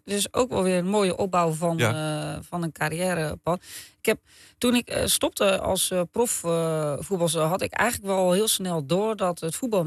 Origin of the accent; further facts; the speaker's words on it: Lisse, South Holland, Netherlands; wij komen ook uit Lisse. Dus we zijn ook wel een beetje bescheiden.